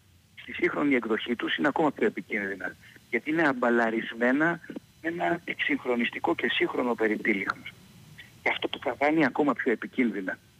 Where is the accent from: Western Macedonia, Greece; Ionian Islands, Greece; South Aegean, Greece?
Ionian Islands, Greece; Kefalonia; moved away; την ιδιαίτερη πατρίδα μου, την Κεφαλονιά